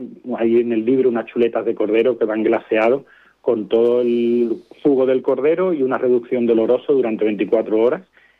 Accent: Jerez de la Frontera, Andalusia, Spain; no se podía imaginar como un jerezano, no sabía lo que era un palo cortado

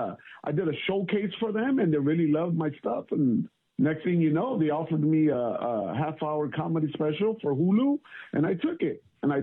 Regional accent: Los Angeles, California, United States; Man, I grew up in East L.A. in the wrong era, man. Back in the 90s, it was tough.

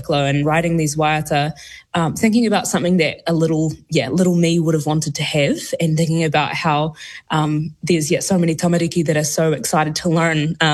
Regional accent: Gore, Southland, New Zealand; I grew up in Southland in Gore, in the mighty town of Gore.

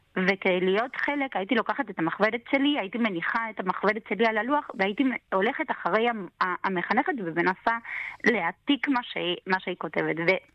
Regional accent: Argentina; now in Israel; אני גדלתי כמו תרסם בטבע. אני גדלתי לפני 43 שנה בארגנטינה, להורים במעמד כלכלי מאוד נמוך.

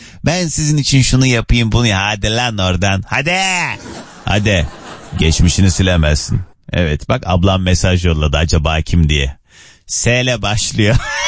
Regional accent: Kars, Turkey; Yani ben de hani aynı yöre insanıyım, Karslıyım.

